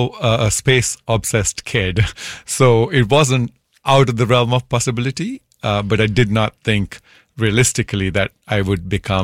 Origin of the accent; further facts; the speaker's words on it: Sri Lanka; moved away; Back in the 1980s, as a teenager growing up in Sri Lanka, I wrote to the Jet Propulsion Lab